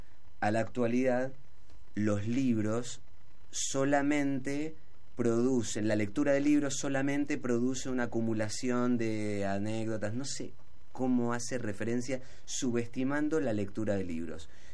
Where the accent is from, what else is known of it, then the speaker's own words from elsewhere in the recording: Argentina; somos en Argentina 46 millones y más